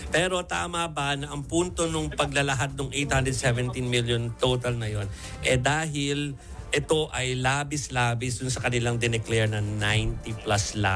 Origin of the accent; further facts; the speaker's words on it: Manila, Metro Manila, Philippines; now in Mandaluyong, Philippines; taga Manila ako, as in Santa Mesa. Pero nag-aaral sa San Juan.